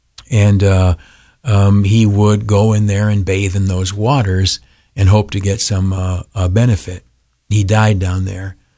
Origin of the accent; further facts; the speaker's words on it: Canastillo, New York, United States; we drove down to my hometown, a place called Canastillo, New York, in Steuben County in the Southern Tier. And I lived part of my time growing up with my grandmother out on the Willow Bend Road.